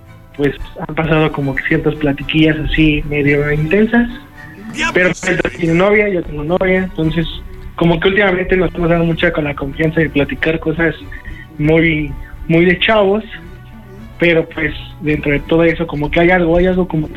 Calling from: Ixtapaluca, State of Mexico, Mexico; Soy de Ixtapaluca

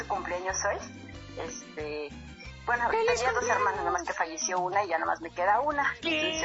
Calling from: Naucalpan, State of Mexico, Mexico; Estoy aquí en Naucalpan en mi trabajo.

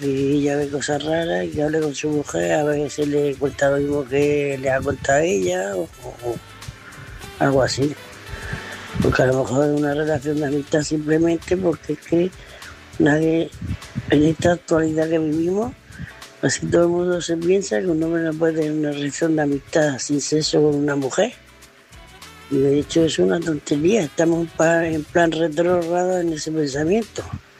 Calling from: Murcia, Region of Murcia, Spain; de Murcia, corresponsal de Murcia.

